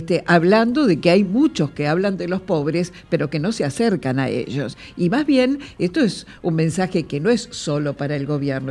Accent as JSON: {"language": "Spanish", "country": "Argentina", "said": "somos los argentinos los que debemos pensar el país que queremos ser."}